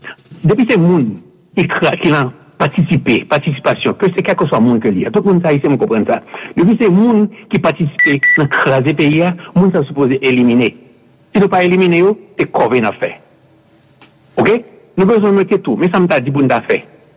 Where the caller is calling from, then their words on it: Haiti; en tant que haïtien, vraiment, fait haïtien, moi, haïtien, et que naturalisé